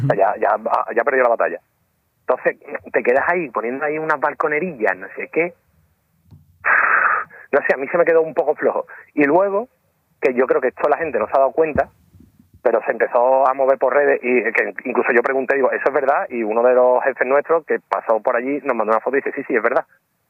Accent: Seville, Andalusia, Spain; somos sevillanos.

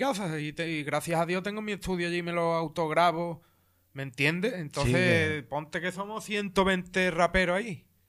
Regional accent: Spain; en el capítulo 1 somos 4 españoles, hay 3 chilenos, creo.

